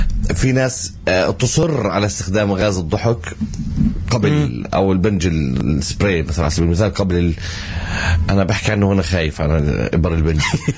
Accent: Palestine; مصر لها حصه عندنا كفلسطينيه

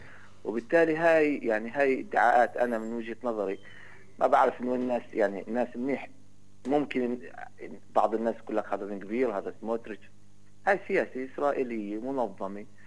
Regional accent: Palestine; احنا كفلسطينيين

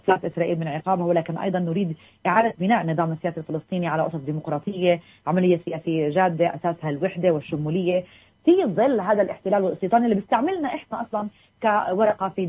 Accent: Palestine; إحنا كمان كفلسطينيين

